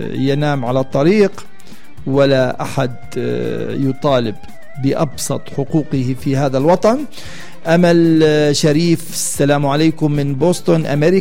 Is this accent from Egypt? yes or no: no; Palestine